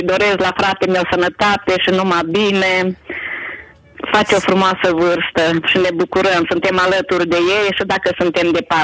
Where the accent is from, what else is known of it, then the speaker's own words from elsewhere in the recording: Romania; now in Germany; din Germania. Vreau să fac o dedicație fratelui meu … din Bistrița, care noi deloc suntem din Târtiu, de fapt